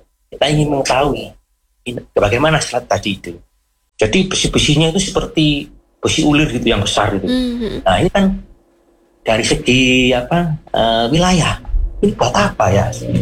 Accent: Batu, East Java, Indonesia; kita warga Batu

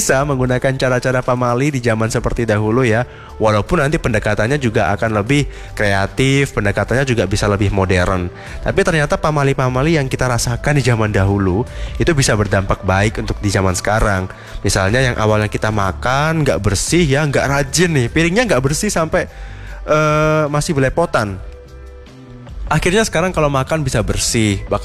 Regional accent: Java, Indonesia; kita sebagai orang Jawa

